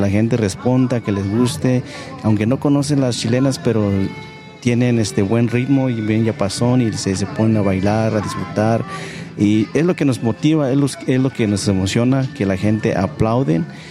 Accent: San Juan Mixtepec, Oaxaca, Mexico; now in United States; saludos para toda la gente allá en Oaxaca, Tlaxiaco, San Juan Mixtepec, y pues ya saben, nosotros somos los hijos de San Juan Mixtepec.

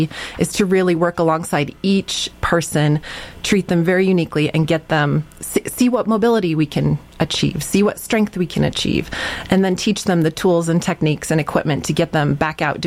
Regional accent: Oregon, United States; So when we moved back to Oregon, I'm originally from Oregon. When we moved back to Oregon, my husband and I talked

